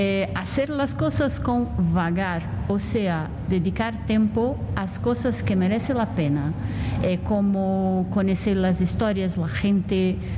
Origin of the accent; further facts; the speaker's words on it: Brazil; Spanish is a second language; moved away as an adult; Sí, sí, soy brasileña. Ha venido de Brasil para España para hacer justo el Camino de Santiago